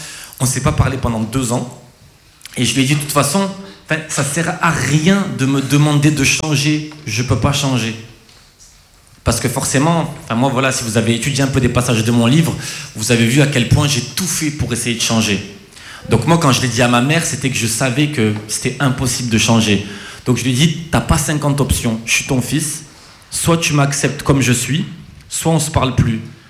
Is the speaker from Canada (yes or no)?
no; France; born there; Donc moi je suis d'origine tunisienne, hein, je suis né en France. Alors je suis français, mais mes parents ils sont originaires de Tunisie.